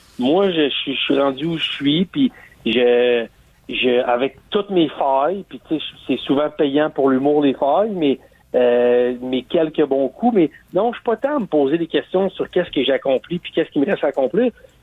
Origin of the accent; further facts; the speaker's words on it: Quebec City, Quebec, Canada; Je viens de Québec, j'ai vu des spectacles-là.